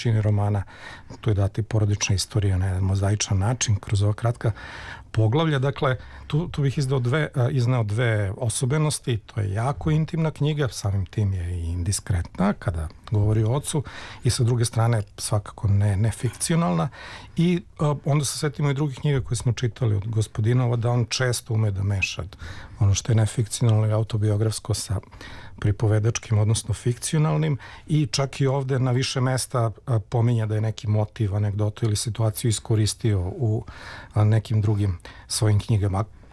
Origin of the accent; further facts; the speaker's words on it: Southern and Eastern Serbia, Serbia; Reći ću i zašto, ima veze sa krajem odakle sam ja, odnosno jugoistočnom sada Srbijom.